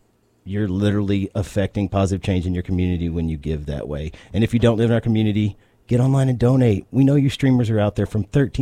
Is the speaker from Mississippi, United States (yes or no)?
yes; Mississippi, United States; one of the few things I'm grateful for growing up in Mississippi is the music.